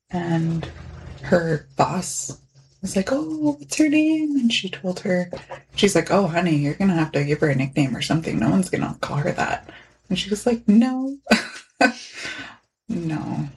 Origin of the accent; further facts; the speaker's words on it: Unalakleet, Alaska, United States; I'm from Ungalakhlik, Unalakleet.